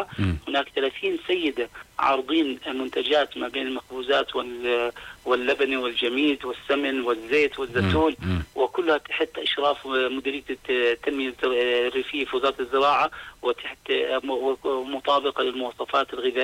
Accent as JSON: {"language": "Arabic", "country": "Jordan", "said": "عندنا في الأردن"}